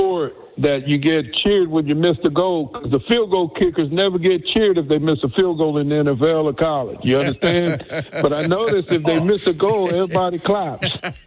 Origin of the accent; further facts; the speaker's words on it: Houma, Louisiana, United States; moved away; I grew up on Everett Street